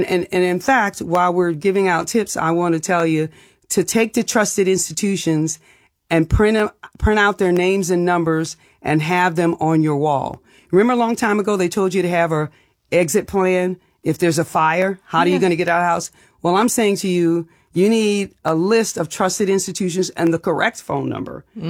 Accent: New Orleans, Louisiana, United States; I grew up in New Orleans.

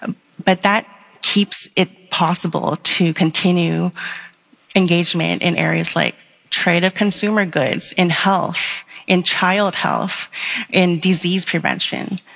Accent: Canada; As a Canadian, we actually don't have these conversations very often on whether Canadians should cut off China

